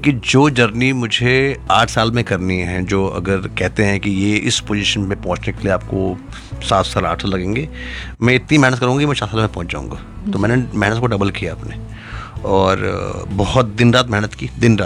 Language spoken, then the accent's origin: Hindi; Bihar, India; मैं तो बिहार से हूँ.